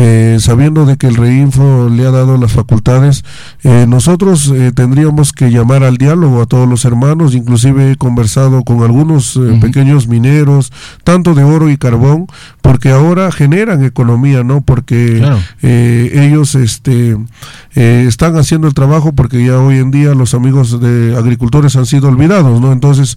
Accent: Huaranchal district, Otuzco province, La Libertad, Peru; mi querido distrito de Huaranchal.

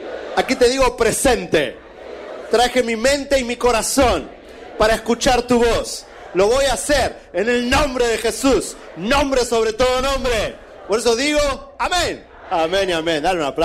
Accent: Argentina; moved away; also born or lived in California; Soy argentino, aunque vivo hace muchos años afuera, así que mi acento quizás es un poquito extraño. Fui pastor en California por varios años

